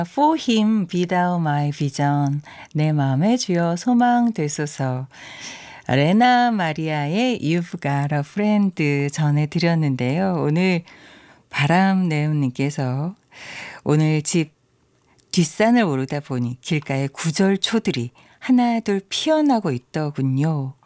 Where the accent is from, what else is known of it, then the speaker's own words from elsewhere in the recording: Chuncheon, Gangwon, South Korea; 제가 이제 고향이 강원도 춘천인데